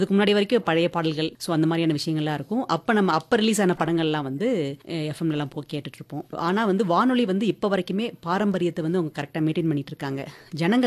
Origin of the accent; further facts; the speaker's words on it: Chennai, Tamil Nadu, India; நான் வந்து பிறந்து வளர்ந்ததெல்லாம் சென்னையில்.